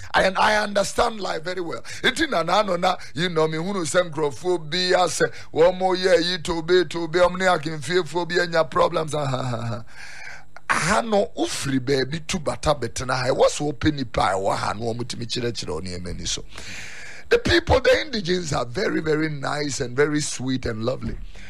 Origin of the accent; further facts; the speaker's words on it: Accra, Greater Accra, Ghana; I was born in Accra. So I see myself more as a girl than a kwewu person.